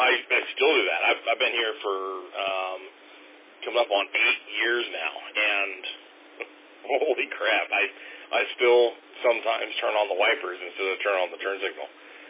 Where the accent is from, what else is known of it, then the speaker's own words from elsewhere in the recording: Ohio, United States; moved away as an adult; also born or lived in Columbus, Georgia; now in Australia; over in Australia … I'm originally from Ohio, spent a fair bit of time down in Georgia, down in Columbus, Georgia